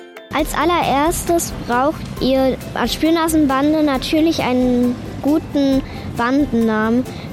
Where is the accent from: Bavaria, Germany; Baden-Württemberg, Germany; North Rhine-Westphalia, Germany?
North Rhine-Westphalia, Germany; Erftstadt; ich komme auch aus Erftstadt und ich bin auch 9 Jahre alt.